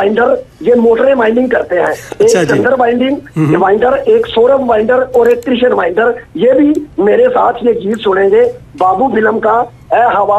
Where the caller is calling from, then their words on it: Karnal, Haryana, India; मैं सर हरियाणा में जिला करनाल है, उसके पास है रावर गांव, तो मैं रावर करनाल से